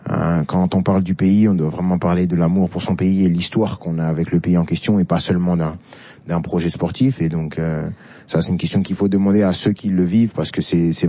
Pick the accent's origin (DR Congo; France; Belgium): France; je suis né en France et j'ai tout fait en France